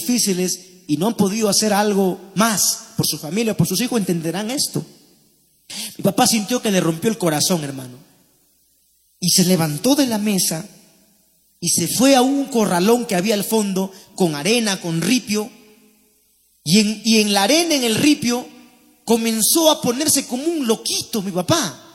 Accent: Paiján, La Libertad, Peru; Pero llegó un tiempo que llegó las vacas flacas, como decimos, en mi pueblo. Llegó como una especie de hambruna ahí en Paiján, no había que comer, todo estaba caro

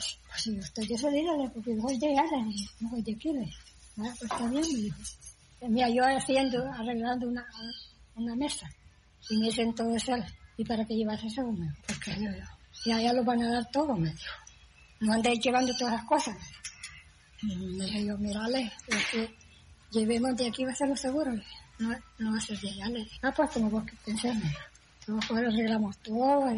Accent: El Salvador; porque no somos de aquí, nosotros, somos del Salvador.

